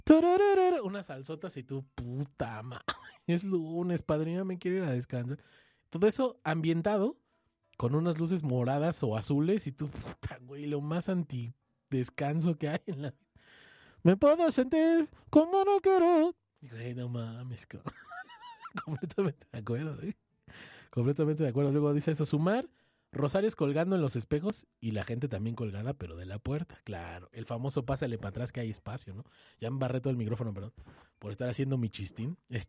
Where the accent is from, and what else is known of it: Mexico